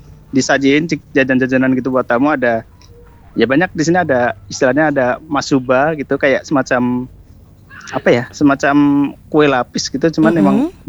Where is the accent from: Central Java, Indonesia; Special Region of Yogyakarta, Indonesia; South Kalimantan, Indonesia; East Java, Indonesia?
Central Java, Indonesia; now in Jambi, Indonesia; Dari Jawa teh.